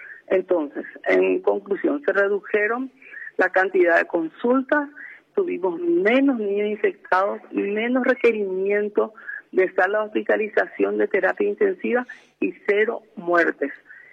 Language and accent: Spanish; Paraguay; Y ese es un orgullo para nuestro país